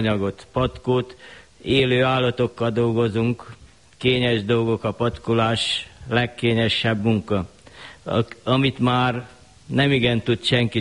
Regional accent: Körmend, Vas, Hungary; 25-ben születtem, itt nőttem föl teljes mértékben

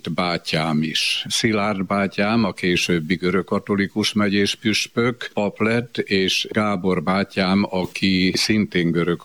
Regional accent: Kenézlő, Borsod-Abaúj-Zemplén, Hungary; Alig múltam 2 éves, amikor édesapámat a megyés püspöke áthelyezte Kenézlőre a Bodrog közbe. Én ott nőttem fel, és egészen a gimnázium befejezéséig ott éltem.

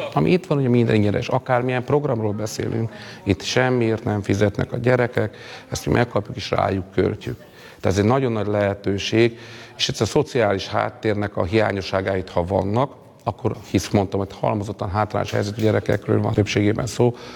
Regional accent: Hungary; magyar ember vagyok, de mellette cigány emberként is, beás cigány

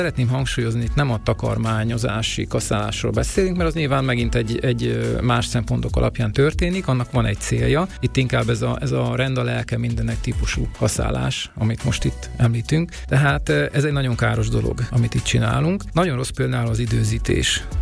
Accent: Debrecen, Hajdú-Bihar, Hungary; Én Debrecen egyik lakótelepén nőttem fel

